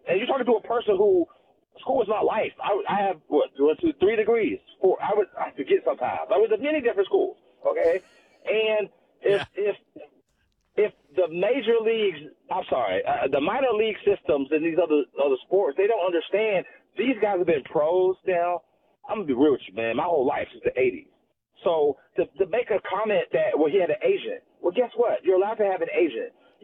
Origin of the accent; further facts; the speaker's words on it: Atlanta, Georgia, United States; I'm from Atlanta